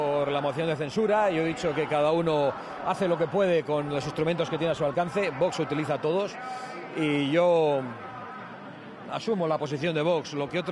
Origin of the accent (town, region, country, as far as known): Spain